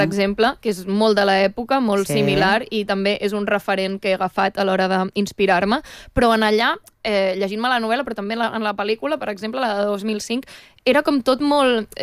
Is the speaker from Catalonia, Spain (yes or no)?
yes; Catalonia, Spain; jo, tot i que sóc catalana i òbviament conec la cultura catalana, també has d'afinar molt els detalls.